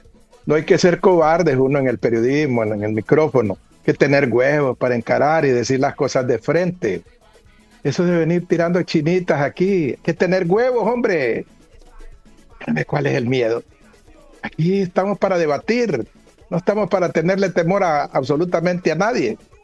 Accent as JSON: {"language": "Spanish", "country": "Honduras", "said": "Digo marcamos porque soy hondureño."}